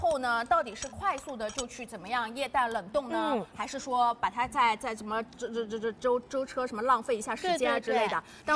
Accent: Shanghai, China; 我们上海人就很喜欢

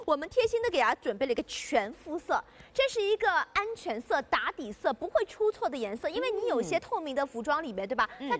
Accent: Shanghai, China; 从小我们可以说上海人是穿着古今的内衣长大的。

